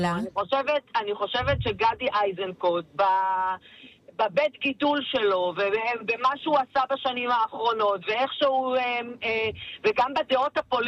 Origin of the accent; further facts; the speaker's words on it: the periphery, Israel; אני גדלתי בפריפריה.